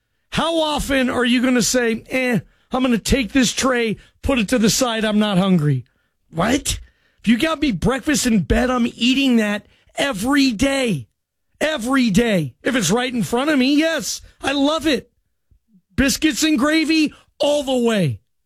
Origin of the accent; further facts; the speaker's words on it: Seattle, Washington, United States; now in Boise, United States; I'm from Seattle, which is a mega soccer hub, so soccer's been in front of my face my whole life.